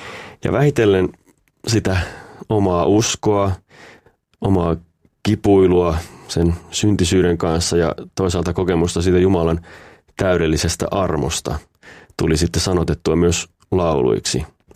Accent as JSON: {"language": "Finnish", "town": "Peräseinäjoki", "region": "South Ostrobothnia", "country": "Finland", "tie": "born or raised there", "said": "Joo, mä oon viettänyt lapsuuden ja nuoruuden tuolla Etelä-Pohjanmaalla Peräseinäjoella ja oon kristitystä perheestä lähtöisin"}